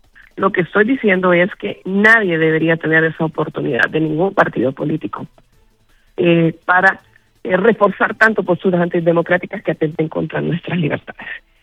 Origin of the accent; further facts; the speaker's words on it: Honduras; nosotros como hondureños hemos vivido la experiencia de tener representaciones de partidos.